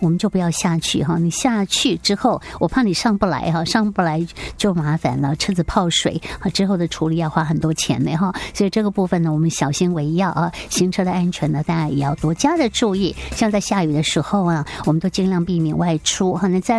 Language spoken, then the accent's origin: Chinese; Yilan County, Taiwan; 对于台风呢，我们宜兰人应该有很多的经验了